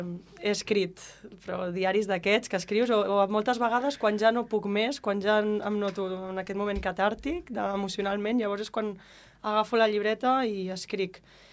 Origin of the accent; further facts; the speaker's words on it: Blanes, Catalonia, Spain; A mi em queda una mica lluny, jo vinc de Blanes.